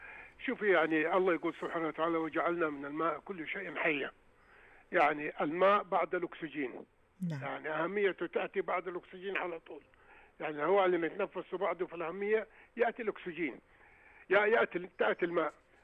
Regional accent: Saudi Arabia; عندنا في المملكة

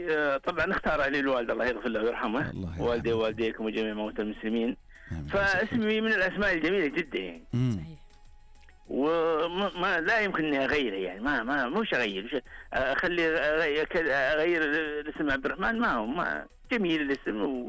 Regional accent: Riyadh, Riyadh Province, Saudi Arabia; عندنا في نجد وفي الرياض

